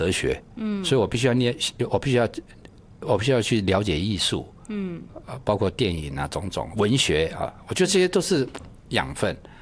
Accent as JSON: {"language": "Chinese", "country": "China", "said": "所谓范围很广就是因为我是个中国人，但是我不会说我没吃米饭就不行了"}